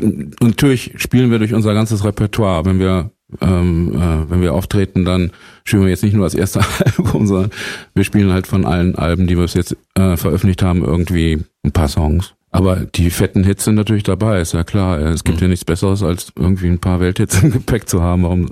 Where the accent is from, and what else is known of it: Herford, North Rhine-Westphalia, Germany; now in Berlin, Germany